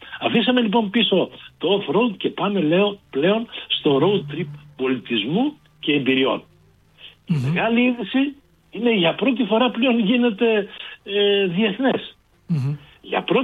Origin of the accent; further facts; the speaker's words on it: Prespa, Western Macedonia, Greece; Θα πάμε λοιπόν στην ελληνική Prespa που λίγο πολύ την έχουμε ακούσει. Είναι η πατρίδα μου και την οποία